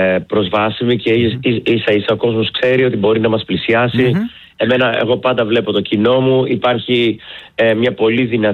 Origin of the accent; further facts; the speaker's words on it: Greece; Θέλω να είμαι ο Έλληνας. Η Ελλάδα είναι η πατρίδα μου, την Ελλάδα αγαπώ, η Ελλάδα μου έχει δώσει τόσα πολλά.